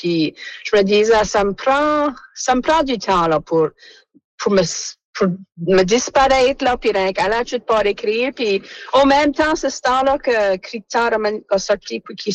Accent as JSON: {"language": "French", "region": "Acadia", "country": "Canada", "said": "mon Acadie"}